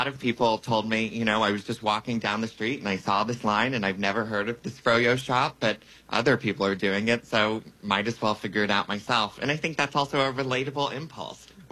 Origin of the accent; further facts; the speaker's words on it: Tennessee, United States; I'm from Tennessee. I say inline.